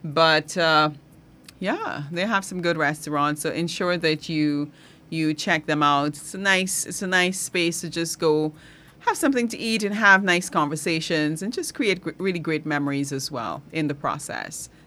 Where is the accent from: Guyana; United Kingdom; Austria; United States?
Guyana; Matthews Ridge, Barima-Waini; I grew up in Matthews Ridge, which is region number one.